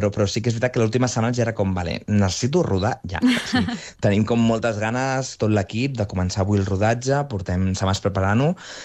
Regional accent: Castellazuelo, Aragon, Spain; I dic, ostres, és que no he rodat mai al meu poble, Castellazuelo, i em feia moltíssima il·lusió.

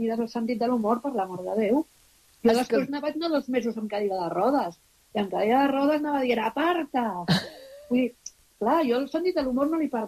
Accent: Barcelona, Catalonia, Spain

